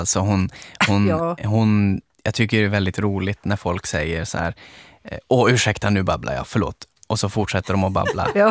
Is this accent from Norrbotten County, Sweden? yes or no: yes; Kiruna, Norrbotten County, Sweden; precis som det ju var i Malmfälten där jag är ifrån.